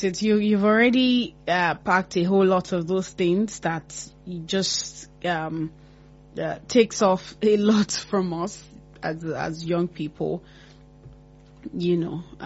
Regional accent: Nigeria

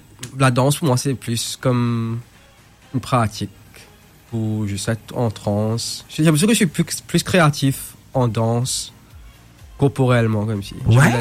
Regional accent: Mauritius; moved away as an adult; mais je crois que j'ai pris ça vraiment plus au sérieux quand je suis sorti de Maurice, parce que quand je crois que je t'avais dit à Maurice, j'étais un peu, enfin j'étais puni pour dessiner quand j'étais petit

